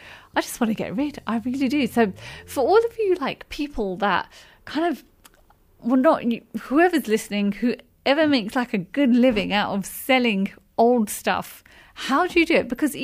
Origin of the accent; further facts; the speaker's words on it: England, United Kingdom; We're English. Well, I'm English.